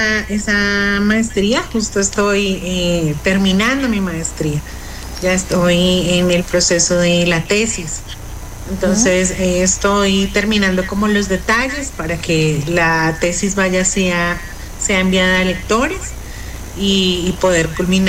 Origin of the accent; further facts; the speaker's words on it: Colombia; now in Ecuador; No soy de Ecuador, pero amo Ecuador como mi segunda tierra. Soy colombiana, soy docente